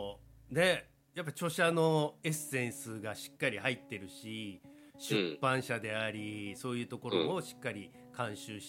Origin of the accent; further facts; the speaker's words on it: Hokkaido, Japan; 今ね本州に、まあ、関東にいますけど、そして同じ土産子であって